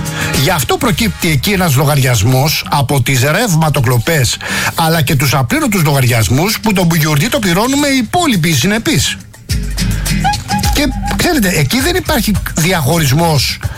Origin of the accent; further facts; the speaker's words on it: Rafina, Attica, Greece; με την ενεργοποίηση του δικτύου αποχέτευσης στη πατρίδα μου, στη Ραφίνα, αλλά και σε άλλες περιοχές